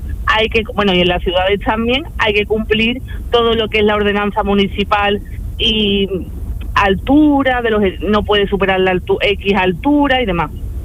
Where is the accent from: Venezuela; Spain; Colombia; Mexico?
Spain; Carmona, Andalusia; Claro, Charo, yo entro a las 7 en Bormujo y soy de Carmona.